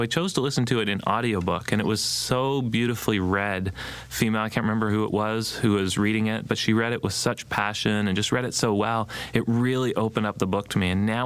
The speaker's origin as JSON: {"language": "English", "country": "Canada", "said": "Being Canadian"}